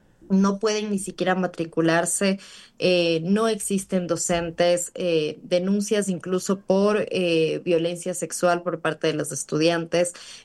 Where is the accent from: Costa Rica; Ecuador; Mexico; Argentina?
Ecuador; a nosotros como ecuatorianos y ecuatorianas